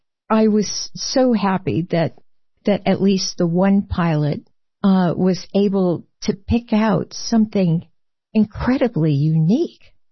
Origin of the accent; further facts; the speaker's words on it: Michigan, United States; it was my hometown in Michigan.